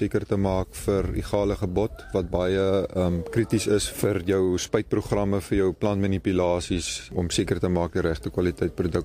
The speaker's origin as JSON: {"language": "Afrikaans", "region": "Northern Cape", "country": "South Africa", "said": "Ek kom oorspronklik van die Noord-Kaap af."}